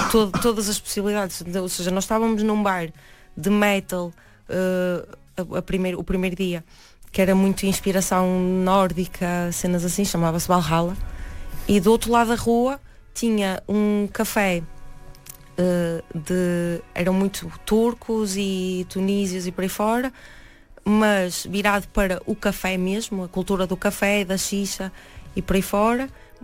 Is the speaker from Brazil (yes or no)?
no; Guimarães, Norte, Portugal; born there; Nós morámos em Além da Ponte, que é uma aldeia pertencente à Vila Nova de Sante